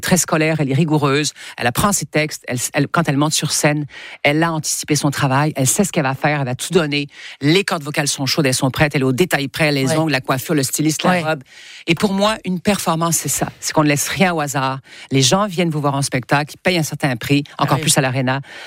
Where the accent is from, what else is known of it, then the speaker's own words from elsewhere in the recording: Rennes, Brittany, France; also born or lived in Saint-Malo; Puisque je suis née à Saint-Malo, j'ai évolué à Rennes et dans le monde entier, de l'ouest de la France. Et voilà, je suis la … bretonne.